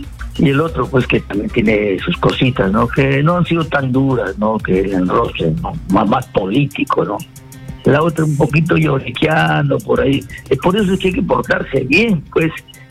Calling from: Peru; de Chilucano

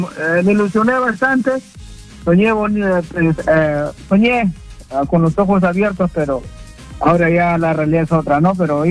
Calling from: Lima, Peru; Bueno, yo estoy de Lima, pero soy todo Cienciano.

